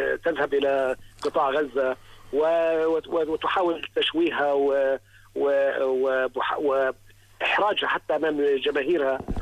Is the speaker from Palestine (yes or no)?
yes; Palestine; احنا كفلسطينيين